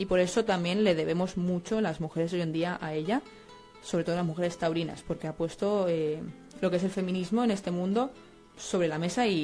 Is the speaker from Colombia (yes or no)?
no; Valencia, Valencian Community, Spain; nosotros somos de Valencia